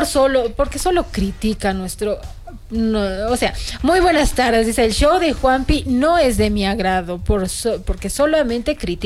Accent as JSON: {"language": "Spanish", "country": "Bolivia"}